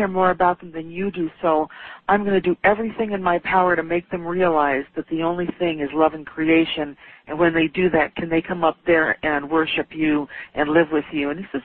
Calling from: Las Vegas, Nevada, United States; I'm calling from Las Vegas.

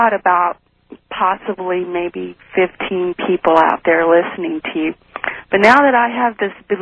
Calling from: Reno, Nevada, United States; I want to let you know I've been listening to you for about 2 years and a half, and I'm calling from Reno.

